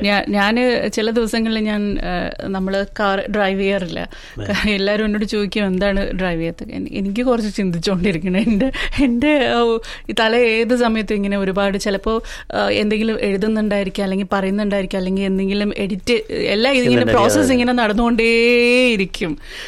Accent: Thiruvananthapuram, Kerala, India; ഞാൻ തിരുവനന്തപുരത്തുകാരിയാണ്

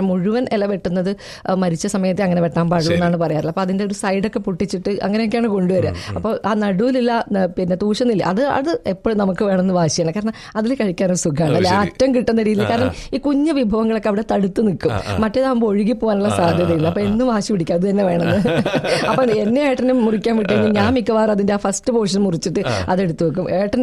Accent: Kerala, India; ഞങ്ങൾ മലബാറുകാർക്ക് ഇന്നത്തെ ദിവസം ഓണം വിഷു വന്നു കഴിഞ്ഞാലും

